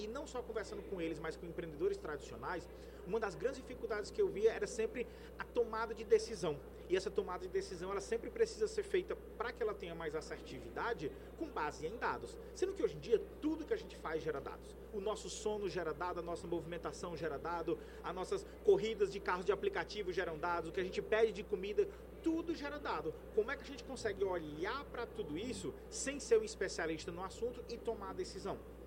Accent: Ceará, Brazil; nós que somos do Ceará

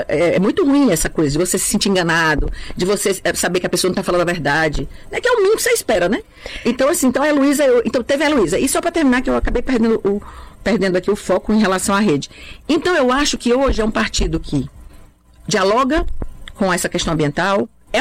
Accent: Fortaleza, Ceará, Brazil; born there; eu nasci nos matos, né? Nasci na periferia de Fortaleza, no Mudubim, Mudubim ainda tinha vacaria. Então, assim, ali era a zona rural de Fortaleza. Então, assim, eu sou um pouco mato mesmo, sabe?

